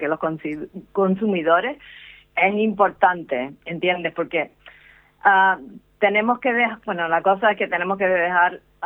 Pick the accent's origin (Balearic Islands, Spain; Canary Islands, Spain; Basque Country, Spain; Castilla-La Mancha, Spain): Canary Islands, Spain; No, y aparte tú sabes que los canarios siempre han viajado mucho.